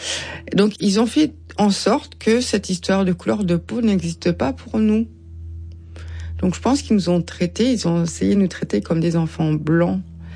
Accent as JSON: {"language": "French", "country": "France", "said": "Donc, ils reconnaissent que j'ai été adoptée, que je suis française, mais je suis aussi vietnamienne."}